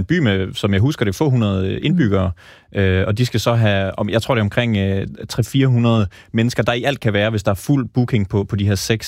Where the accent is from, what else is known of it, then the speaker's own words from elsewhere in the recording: North Denmark Region, Denmark; andre steder i Nordjylland har det så været, hvor jeg kommer fra